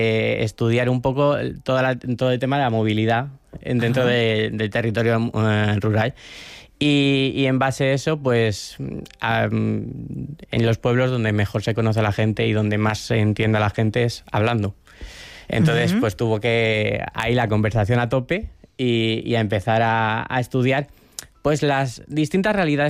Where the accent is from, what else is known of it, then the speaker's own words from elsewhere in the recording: León, Castile and León, Spain; now in Madrid, Spain; Yo soy de León, pero vivo habitualmente en Madrid y vale. Soy urbanita desde hace muchísimo tiempo.